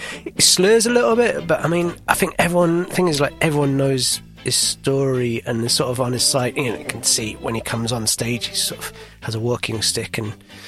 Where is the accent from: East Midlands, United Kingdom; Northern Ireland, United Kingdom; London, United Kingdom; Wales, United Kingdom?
Wales, United Kingdom; moved away; And I think I might have said I was from Wales.